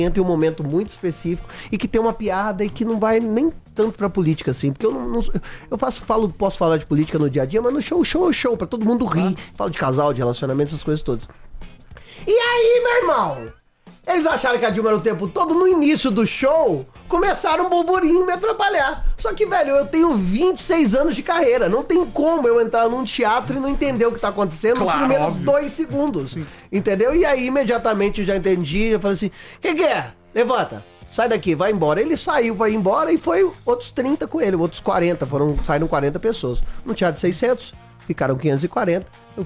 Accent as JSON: {"language": "Portuguese", "town": "Guarani", "region": "Minas Gerais", "country": "Brazil", "tie": "born or raised there", "said": "E eu doei tudo pra Guarani, minha cidade natal. Tem 9 mil habitantes"}